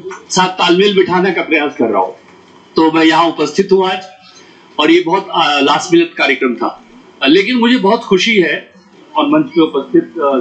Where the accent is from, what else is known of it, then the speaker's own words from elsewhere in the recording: Uttarakhand, India; मैं उत्तराखंड से हूँ